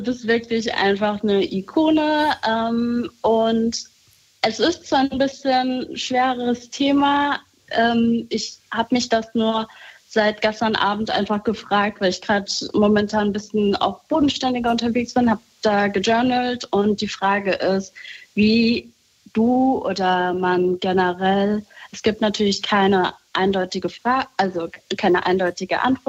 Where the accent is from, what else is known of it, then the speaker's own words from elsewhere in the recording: Germany; born there; Meine Eltern sind zur DDR-Zeit als Leiharbeiter gekommen. Und ja, dann wurde ich geboren in Deutschland.